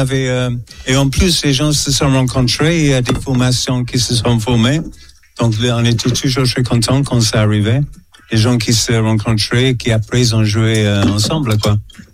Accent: England, United Kingdom; accent: birkinesque; French is a second language; now in France

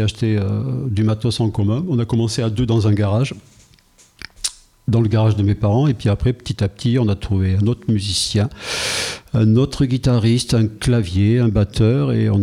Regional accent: Angers, Pays de la Loire, France; born there; also born or lived in Versailles / Marseille / Rodez; now in Toulouse, France; Je suis né à Angers. Après, j'ai habité à Versailles, à Marseille, à Rodez. Et en 77, on a posé les valises à Toulouse.

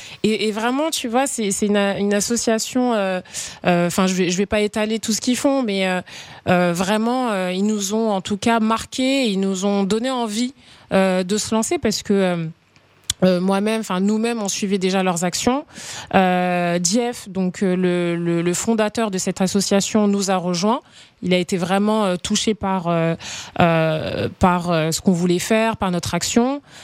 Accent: France; born there; je dis d'origine haïtienne parce que je suis née en France, mes parents sont haïtiens, sont nés en Haïti, mais mes parents m'ont vraiment donné, enfin en tout cas ils m'ont éduqué vraiment dans la culture haïtienne, donc je suis franco-haïtienne pour moi.

